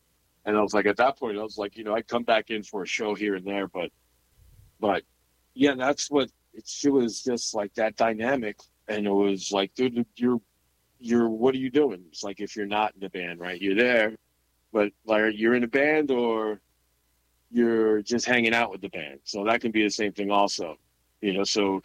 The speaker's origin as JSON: {"language": "English", "town": "New York City", "region": "New York", "country": "United States", "tie": "born or raised there", "said": "we're from Jackson Heights"}